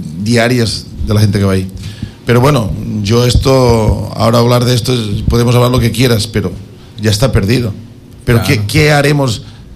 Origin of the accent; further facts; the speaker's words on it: Ecuador; Es que no me digan que no soy ecuatoriano, no puedo.